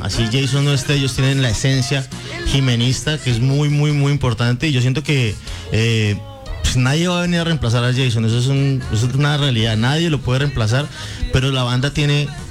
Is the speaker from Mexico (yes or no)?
no; Villavicencio, Meta, Colombia; moved away as an adult; also born or lived in Medellín; now in Bogotá, Colombia; Yo soy llanero, claro, 100%